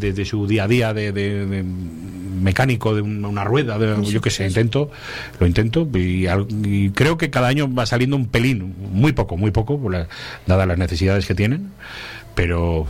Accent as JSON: {"language": "Spanish", "town": "Laredo", "region": "Cantabria", "country": "Spain", "said": "yo que soy de San Lorenzo"}